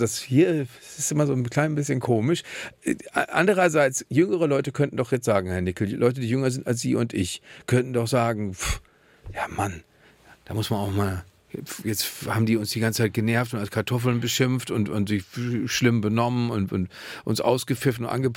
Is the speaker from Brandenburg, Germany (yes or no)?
no; North Rhine-Westphalia, Germany; was in meiner Heimatregion, dem Ruhrgebiet, nun wirklich nicht ungewöhnlich ist.